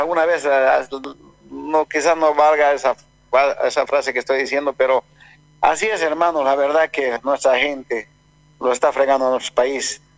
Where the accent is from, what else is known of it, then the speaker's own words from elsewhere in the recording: Bolivia; hay cataratas naturales en los yungas de mi pueblo